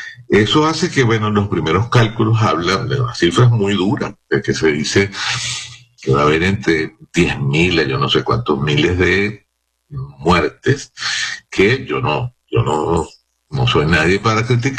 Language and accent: Spanish; Venezuela; La realidad es que estamos muy compungidos, pues, como venezolanos ante este evento que no se puede predecir